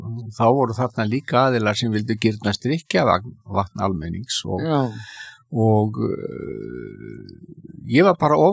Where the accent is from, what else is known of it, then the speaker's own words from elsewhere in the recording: Capital Region, Iceland; Ég er alinn upp í Skaftahlíðinni sem er mitt á milli þessa gamla framvallar og valsvallarins undir Öskjuhlíðinni.